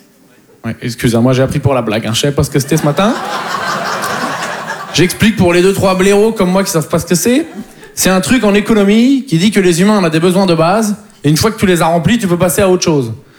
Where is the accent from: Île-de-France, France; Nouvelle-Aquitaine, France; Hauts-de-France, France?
Nouvelle-Aquitaine, France; Poitiers; Mais bon, en plus, je viens de Poitiers, donc faut s'occuper. Hein, tu peux pas aller au futuroscope 5 fois par semaine, quoi.